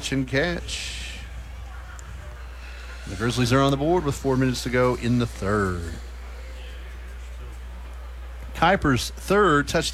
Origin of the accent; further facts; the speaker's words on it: Richlands, Virginia, United States; I grew up right on the train tracks in Richland.